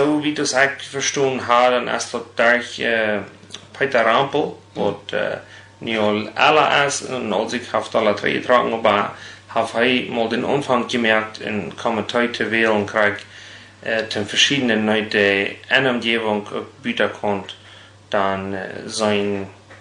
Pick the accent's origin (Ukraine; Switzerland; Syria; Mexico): Mexico; Rubio, Chihuahua; Ich bin in Rubio geboren, also dass du von Cuauhtémoc 40 Kilometer im Norden.